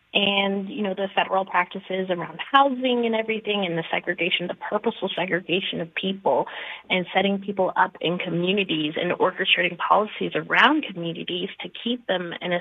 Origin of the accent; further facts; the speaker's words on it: Denver, Colorado, United States; I grew up in Montbello, like, forever Bellside. I love Montbello through and through.